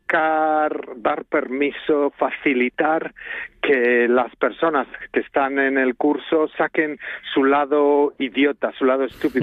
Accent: Bilbao, Basque Country, Spain; Mira, ahora estoy en Bilbao, que estoy intentando dar clases de vez en cuando aquí en mi pueblo.

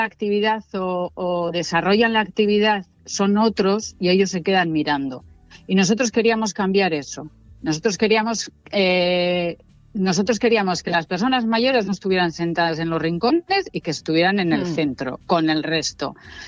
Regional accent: Piloña, Asturias, Spain; yo soy de Piloña, mi familia es de Piloña

